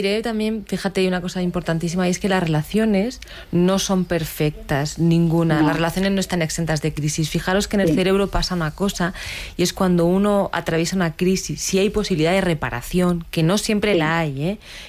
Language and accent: Spanish; Águilas, Region of Murcia, Spain; born there; Bueno, yo soy nacida en Águilas y tenemos a Edu.